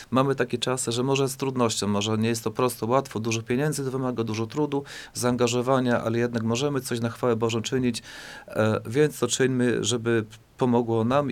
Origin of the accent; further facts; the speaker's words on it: Lemko Region, Poland; mianowicie sam pochodzę z Łękowszczyzny. Gdyby to było na Łękowszczyźnie, to w każdej wiosce, typu Ogroniczki, Ciasne, Karakule, w każdej większej wiosce stałaby cerkiew.